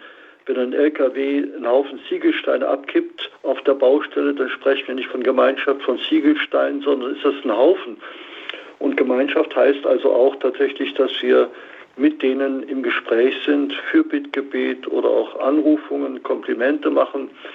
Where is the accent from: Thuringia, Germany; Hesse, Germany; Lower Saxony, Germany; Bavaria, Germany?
Thuringia, Germany; Oder in meiner Heimat, im Eichsfeld, im Etzelsbach, gibt es eine Pieta